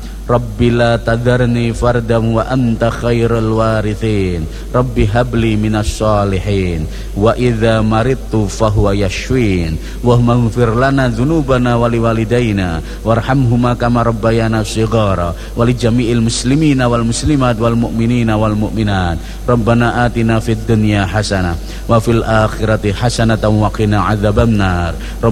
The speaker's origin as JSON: {"language": "Indonesian", "town": "Surabaya", "region": "East Java", "country": "Indonesia", "accent": "East Javanese", "said": "Maka saya itu bisa keliling Indonesia itu karena logat saya yang ketahuan. Oh, ini orang Surabaya, ini logat Jawa Timuran."}